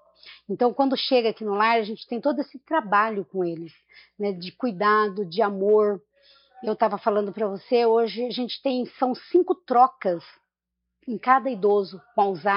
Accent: Jacareí, São Paulo, Brazil; moved away as an adult; Bom, eu não sou daqui de Águas, eu sou de Jacareí. Né? Eu sou de Jacareí. Eu cheguei aqui em 95 para 96.

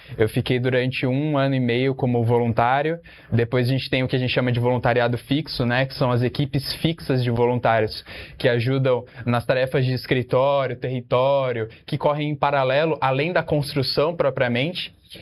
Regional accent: São Paulo, Brazil; Eu fui criado na Zona Oeste, região próxima ali de Pinheiros

